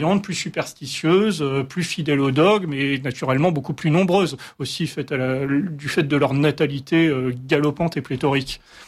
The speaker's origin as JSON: {"language": "French", "country": "France", "said": "Avant d'être un caucasien, avant d'être un blanc, je suis un Français"}